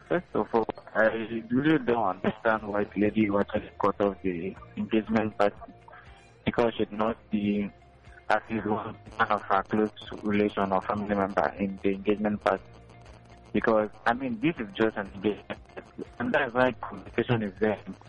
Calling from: Aba, Abia, Nigeria; I'm calling from Aba.

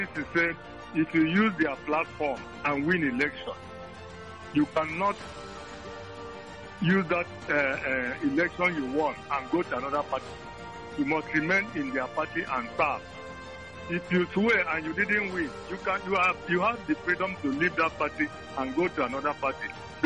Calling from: Nigeria; I'm calling from Jubilee.

